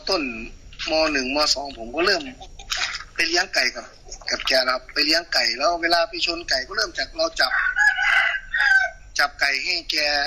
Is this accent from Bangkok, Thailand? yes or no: no; Det Udom, Ubon Ratchathani, Thailand; พื้นเพเป็นคนจังหวัดอุบลครับพี่